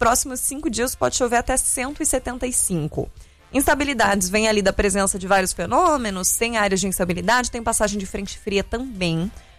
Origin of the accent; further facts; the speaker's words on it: Curitiba, Paraná, Brazil; now in São Paulo, Brazil; Eu que sou curitibana posso falar.